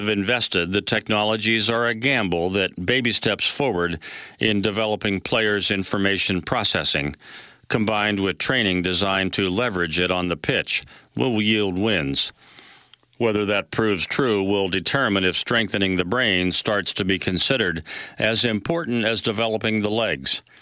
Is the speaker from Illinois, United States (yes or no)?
yes; Chicago, Illinois, United States; born there; Like many White Sox fans, I was born on Chicago's South Side and into my devotion.